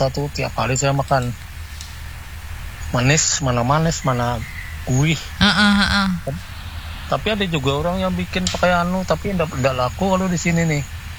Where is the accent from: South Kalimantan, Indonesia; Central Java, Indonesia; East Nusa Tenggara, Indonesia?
South Kalimantan, Indonesia; Tiba hari, ujar orang kami Banjar, tiba hari, tahun dahulu tiba hari.